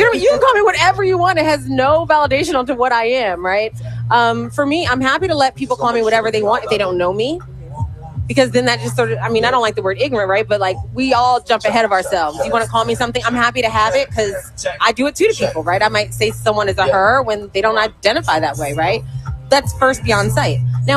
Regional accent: Nigeria; So even beyond just being Nigerian, I can really find out exactly where my people are coming from.

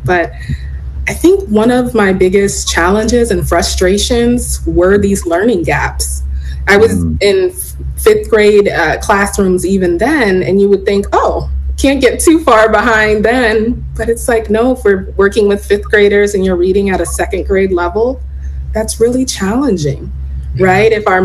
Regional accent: Long Beach, California, United States; born or raised there; also born or lived in Boston, United States / San Francisco, United States; now in Philadelphia, United States

